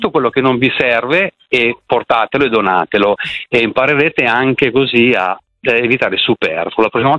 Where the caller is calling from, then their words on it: Caronno Pertusella, Lombardy, Italy; chiamo da Carano Cartusella.